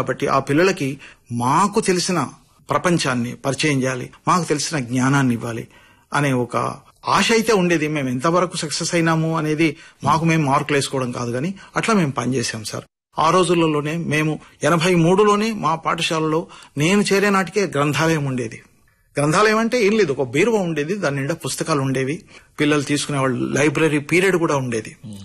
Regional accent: Kamareddy, Telangana, India; కామారెడ్డి అప్పుడు అది ఉమ్మడి నిజామాబాద్ జిల్లాలో ఉండేది. అట్లాంటి కుటుంబంలో పుట్టిన తర్వాత 10వ తరగతి తర్వాత చదువుకునే అవకాశం లేదు నాకు, ఎందుకంటే మా కుటుంబ పరిస్థితులు.

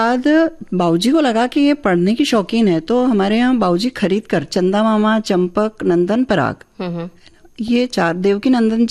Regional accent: Mandsaur, Madhya Pradesh, India; हम लोग मंदसौर से हैं मूलतः, मेरा जन्म स्थान जो है वो मंदसौर है, मालवा का एक छोटा सा कस्बा है

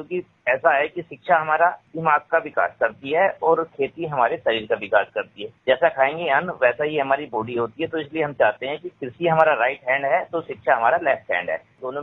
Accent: Gajraula, Uttar Pradesh, India; गजरोला, जिला अमरोहा का रहने वाला हूँ।

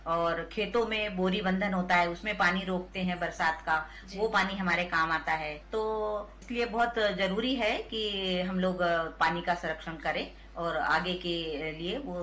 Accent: Madhya Pradesh, India; हम लोग वैसे मुलताई तहसील से बिलोंग करते हैं। वहाँ पर एक गांव है पौनी करके, उस गांव के रहने वाले हैं।

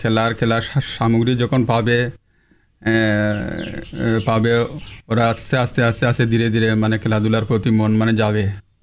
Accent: Rajdurpur, India; আমাদের গ্রামের নাম হলো রাজদুরপুর।

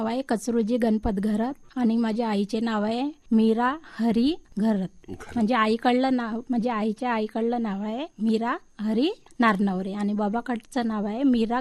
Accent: Nagpur, Maharashtra, India; born there; also born or lived in Umred; 1 ते 4 वर्ग आता हॉस्टेलला शिकली अपंग बालविकास गृह नागपूर आणि मग नंतर 5वीपासून मी उमरेडच्या शाळेमध्ये शिकली 5 ते 8.

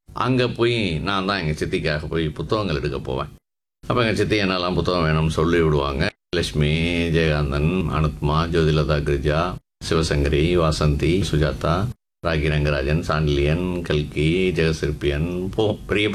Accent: Madurai, Tamil Nadu, India; now in Chennai, India; அப்போ தல்லாபுளம் தான் என்னுடைய பூர்வீகம். நான் படித்ததெல்லாம் பெரும்பாலும் தல்லாபுளத்தில் படித்தேன்.

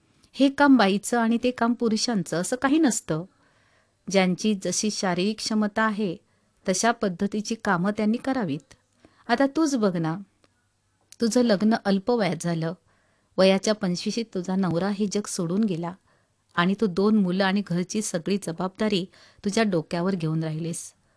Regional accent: Maharashtra, India

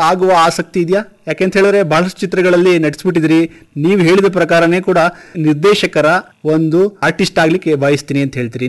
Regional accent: Kodagu, Karnataka, India

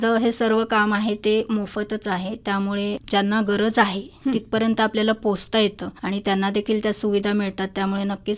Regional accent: Pandharpur, Maharashtra, India; moved away; आता मी मूळची पंढरपूरची आहे

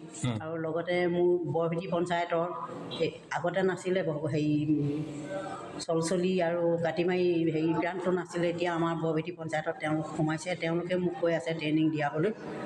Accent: Simaluguri, Assam, India; মোৰ গাঁও শিমলগুৰিত।

